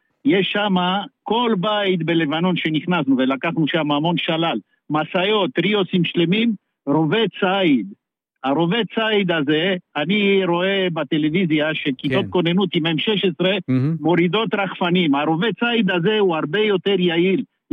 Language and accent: Hebrew; Romania; now in Israel; כשאני עליתי מרומניה, אני נחשב לישראל השלישית